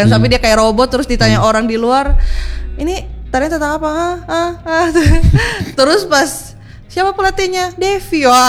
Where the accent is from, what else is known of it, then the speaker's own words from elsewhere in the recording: Sulawesi, Indonesia; also born or lived in Bali; Kebetulan saya ini juga orang Bali. Bali. Tapi saya besarnya di Sulawesi.